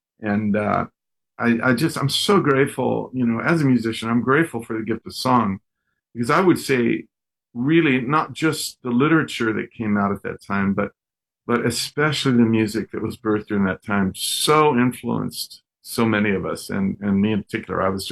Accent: Texas, United States; born there; When I was just a kid, I was born in Texas.

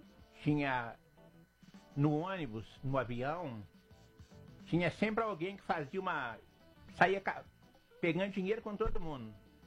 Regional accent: Brazil; sou brasileiro, né?

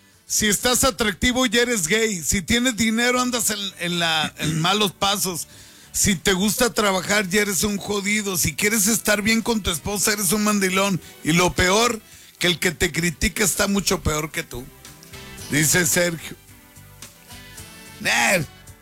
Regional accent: Monterrey, Nuevo León, Mexico; now in San Luis Potosí, Mexico; soy regio

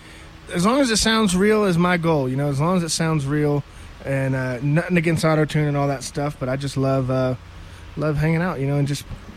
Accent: McDonough, Georgia, United States; now in Greenville, United States; I'm from a little south of Atlanta, McDonough, Georgia.

